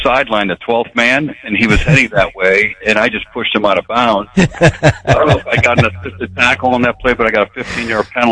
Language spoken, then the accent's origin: English; Calumet City, Illinois, United States; I'm from Chicago. I'm from Calumet City.